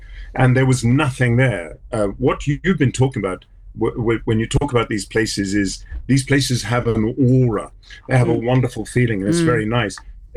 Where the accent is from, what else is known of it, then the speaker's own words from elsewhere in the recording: South Africa; As a South African